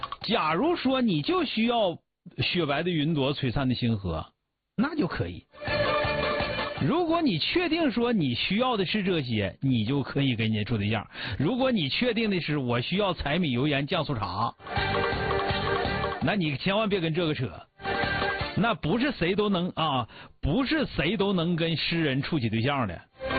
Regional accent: Changchun, Jilin, China; 长春我们长春人多了。

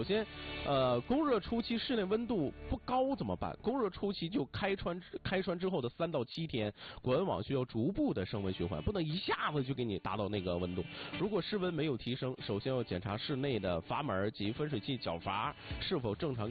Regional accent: Dunhua, Jilin, China; 我老家敦化嘛，我妈那边交暖气费的时候，它就是完全按照建筑面积来交

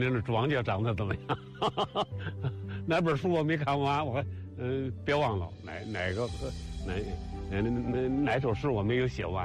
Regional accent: China; 就是因为他解决了我们中国人吃饭的问题

